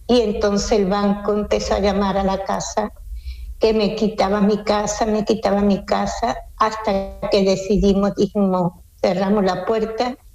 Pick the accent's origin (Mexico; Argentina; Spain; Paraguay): Spain; Seville, Andalusia; now in Switzerland; Ah, pues yo soy de Sevilla, de la calle Federico Sánchez Bedoya